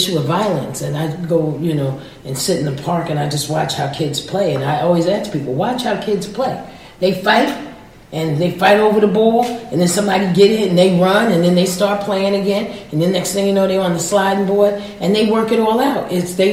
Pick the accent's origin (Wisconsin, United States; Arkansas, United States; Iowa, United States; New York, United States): New York, United States; New York City; also born or lived in Florida; I grew up in the Bronx. 168th Street and Webster Avenue. That's right, the BX.